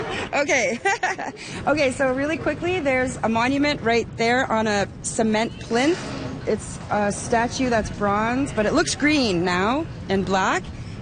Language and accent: English; Lac La Biche, Alberta, Canada; now in Ottawa, Canada; and I'm originally from Northern Alberta, a place called Lac La Biche. I'm Cree Métis.